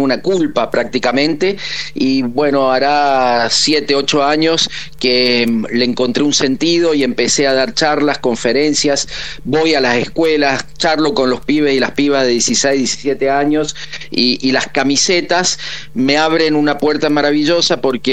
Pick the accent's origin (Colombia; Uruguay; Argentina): Argentina; Mendoza; moved away as an adult; now in Córdoba, Argentina; Es que yo soy mendocino, vivo en Córdoba hace 34 años, pero sigo siendo para siempre mendocino.